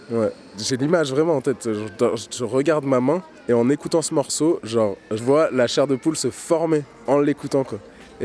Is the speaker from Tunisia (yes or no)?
no; France; moi, en tant que, je sais pas, que amateur de rap, que jeune noir qui grandit en France.